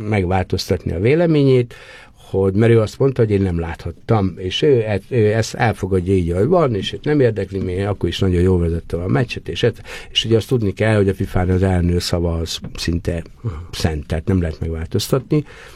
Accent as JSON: {"language": "Hungarian", "country": "Hungary", "said": "Büszke mindig is arra voltam, magyarként odaérhettem."}